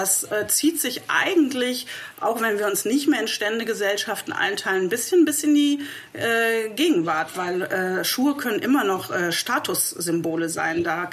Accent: Leipzig, Saxony, Germany; und dann habe ich halt erstmal rund um meine Heimatstadt Leipzig recherchiert.

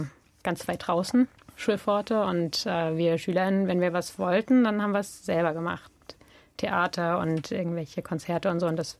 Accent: Halle, Saxony-Anhalt, Germany; born there; Ja, bin auch in Halle getauft. Ich glaube, 93 im Diakoniewerk.

